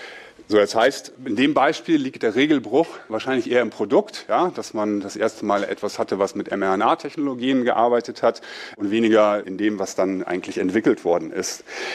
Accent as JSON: {"language": "German", "region": "Baden-Württemberg", "country": "Germany", "said": "Ich komme aus Baden-Württemberg."}